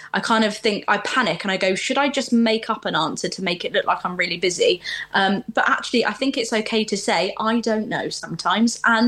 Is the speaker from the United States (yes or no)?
no; United Kingdom; So I'm kind of very thankful that I'm British in that sense.